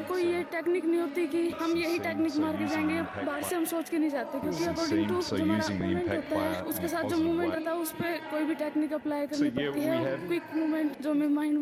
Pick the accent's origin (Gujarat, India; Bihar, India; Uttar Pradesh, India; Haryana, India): Haryana, India; Balali; मैं गाँव बलाली से हूँ